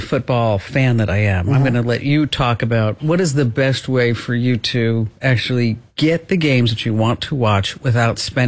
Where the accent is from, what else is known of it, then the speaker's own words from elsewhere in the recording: New Jersey, United States; I'm from New Jersey.